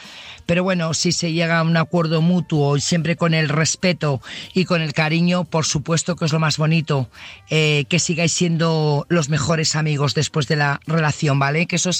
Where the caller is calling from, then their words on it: Burgos, Castile and León, Spain; Buenas noches … corresponsal de Burgos.